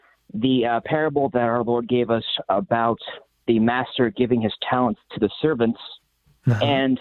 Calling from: Las Vegas, Nevada, United States; I'm calling from Sin City, Las Vegas.

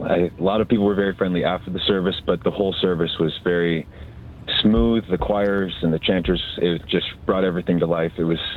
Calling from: South Dakota, United States; Well, I'm actually calling from South Dakota

